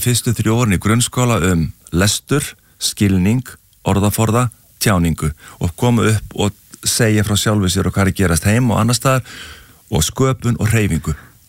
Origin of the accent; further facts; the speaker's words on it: Ólafsvík, Western Region, Iceland; ég upplýði það sem barn í Ólafsvík það voru bara bátar að farast.